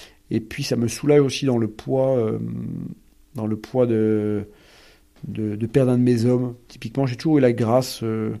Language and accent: French; France; en tant que Français